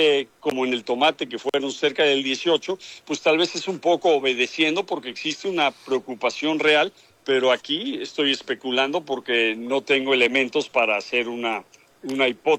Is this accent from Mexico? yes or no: yes; Mexico; nosotros, como mexicanos